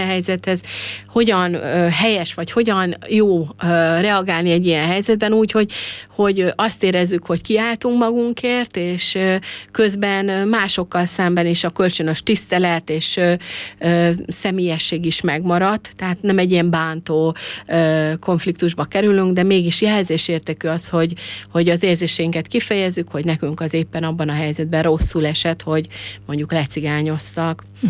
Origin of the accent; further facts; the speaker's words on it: Hungary; first language Hungarian; also born or lived in Budapest; Én romungró cigány vagyok, ez azt jelenti, hogy magyar anyanyelvű cigány, családba születtem, a szüleim se beszéltek már cigányul